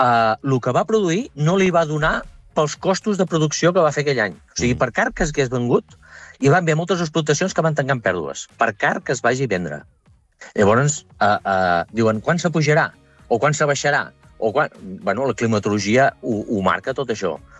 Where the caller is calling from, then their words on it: La Bisbal del Penedès, Catalonia, Spain; la Bisbal del Penedès